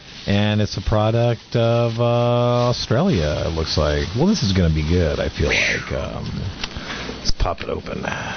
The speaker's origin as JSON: {"language": "English", "country": "United States", "said": "as an American"}